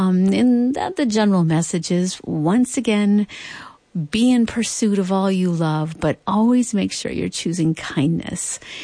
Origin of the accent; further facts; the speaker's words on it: Midwest, United States; Growing up in the Midwest, out in the cicadas.